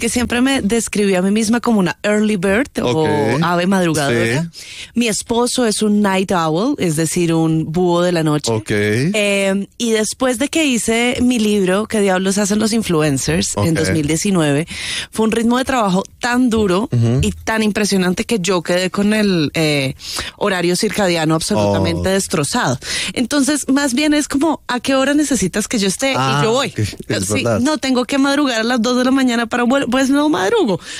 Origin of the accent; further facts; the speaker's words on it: Bogotá, Bogotá D.C., Colombia; Bueno, yo soy bogotana, orgullosamente bogotana, niña Bogotá. Gané el concurso de Niña Bogotá cuando tenía 8 años.